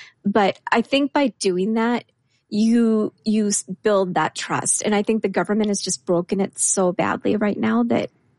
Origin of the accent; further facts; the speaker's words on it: Minnesota, United States; We're both, you know, in our 50s. We're from Minnesota. We're moms.